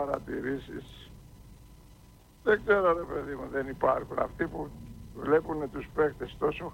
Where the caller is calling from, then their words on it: Nea Ionia, Attica, Greece; από Νέα Ιωνία.